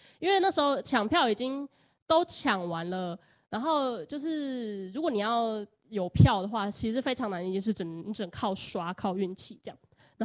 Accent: Hsinchu, Taiwan; 因为我不是住在南部的嘛，我是新竹人

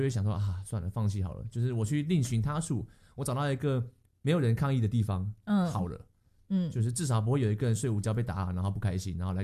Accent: Hsinchu, Taiwan; moved away as an adult; also born or lived in Kaohsiung; now in Taipei, Taiwan; 因为我是新竹人，然后我就回到新竹去当兵

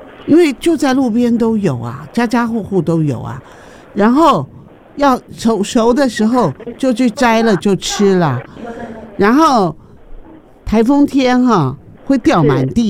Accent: Kaohsiung, Taiwan; now in Taipei, Taiwan; 因为小时候在左营长大嘛啊，眷村长大，

